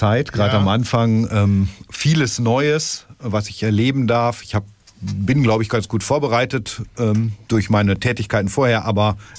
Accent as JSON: {"language": "German", "town": "Stolzenau", "region": "Lower Saxony", "country": "Germany", "tie": "born or raised there", "also_born_or_lived": "Hanover / Petershagen", "lives_now": "Minden, Germany", "said": "In Hannover habe ich tatsächlich nie gelebt, aufgewachsen. Bin ich in Stolzenau. Ich sage immer, ich bin Dorfkind. Also ich bin wirklich in diesem ländlichen Raum zwischen Stolzenau, Petershagen und dann Minden aufgewachsen. Ich bin wirklich ein Dorfkind und Weserjunge."}